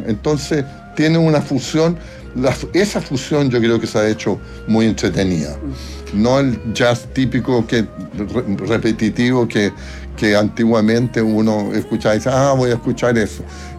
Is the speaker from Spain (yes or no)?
no; Rio de Janeiro, Brazil; also born or lived in Santiago, Chile; now in Chile; Yo estaba impresionado porque yo me crié en Río Janeiro. Yo soy más brasileño que chileno. Nací aquí en el barrio, ¿eh? Aquí en Antonio Varas con Galvarino Gallardo, ¿eh? Pero me, a temprana edad me fui a vivir a Río, ¿eh? A los 14 años.